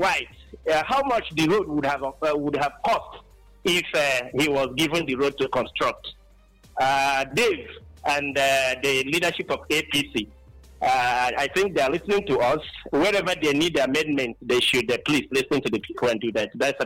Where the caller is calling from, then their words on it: Akeze, Borno, Nigeria; I'm calling in from Akeze at Borno State.